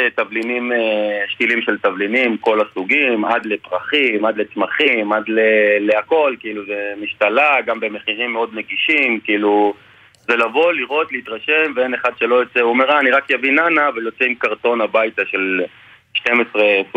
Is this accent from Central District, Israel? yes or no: no; Jezreel Valley, Northern District, Israel; אני בא מעמק ישראל, ממושב. כל החיים שלי גדלתי בסביבה חקלאית. כל החברים שלי גם היום הם רובם חקלאים.